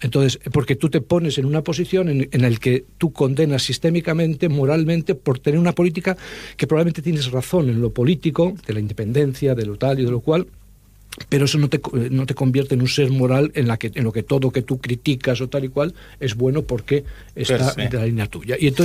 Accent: Spain; nosotros, como españoles blancos

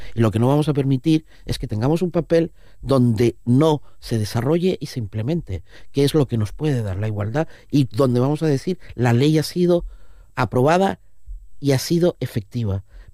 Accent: Cantabria, Spain; y precisamente lo que decía, como soy cántabro puedo decirlo aquí

